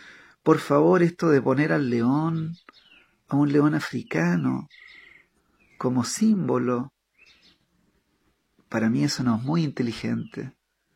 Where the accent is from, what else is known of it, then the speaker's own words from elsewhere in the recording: Chile; moved away as an adult; now in Paraguay; Ustedes saben que yo soy chileno, pero no me digan chileno a secas. Porque yo llevo 14 años viviendo en Paraguay